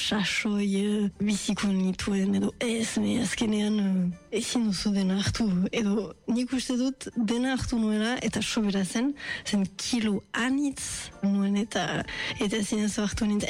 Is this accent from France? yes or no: yes; Bayonne, Nouvelle-Aquitaine, France; Baionakoa naiz